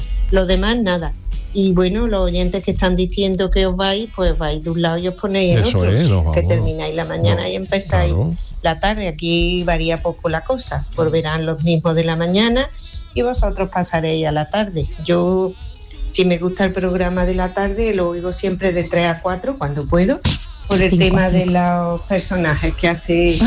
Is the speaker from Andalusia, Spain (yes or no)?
yes; Córdoba, Andalusia, Spain; Hola, buenos días. … de Córdoba.